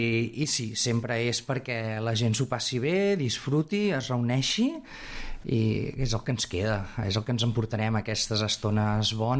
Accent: Sabadell, Catalonia, Spain; now in Castellar del Vallès, Spain; jo no sóc de Caldes, jo sóc fill de Sabadell i visc a Castellà.

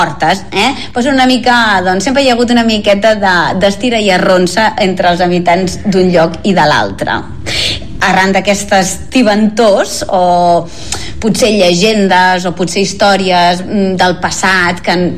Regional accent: Mataró, Catalonia, Spain; que sóc de Mataró

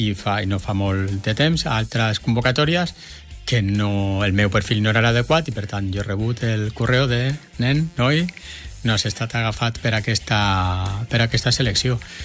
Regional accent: Sant Boi de Llobregat, Catalonia, Spain; also born or lived in Rubí; now in Barberà del Vallès, Spain; jo sóc de Sant Boi, sóc del Baix

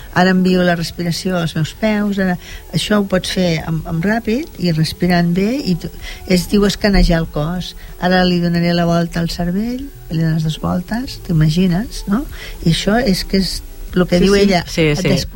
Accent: Catalonia, Spain; som catalans

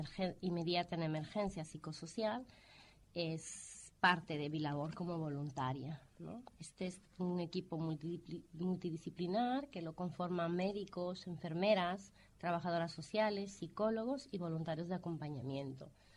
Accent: Cusco, Peru; moved away as an adult; now in Mataró, Spain; soy del Cusco.

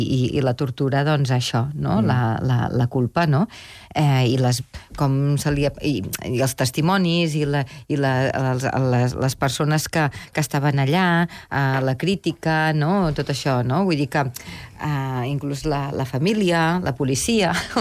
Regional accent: Catalonia, Spain; A veure, el primer que vaig fer van ser els Pastorets, com a bona catalana.

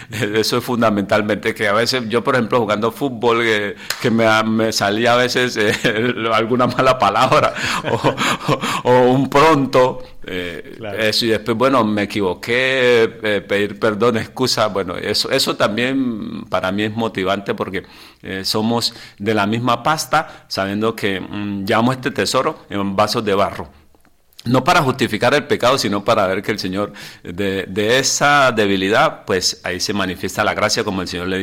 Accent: Colombia; Y yo me quedé así como, decimos en mi país, de una sola pieza, porque no me lo imaginaba después de tantos años salir. Al principio del ministerio, claro, sí, está esa ilusión salir. Y ya que yo pensaba ya quedarme allí en Colombia

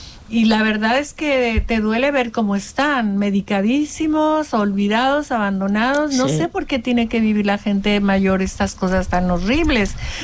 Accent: Mexico; La verdad que nuestras culturas, yo por ejemplo que soy mexicana, es parecido

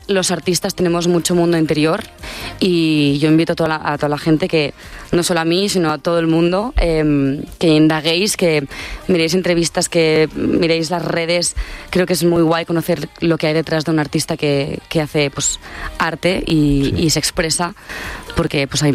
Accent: Tiana, Catalonia, Spain

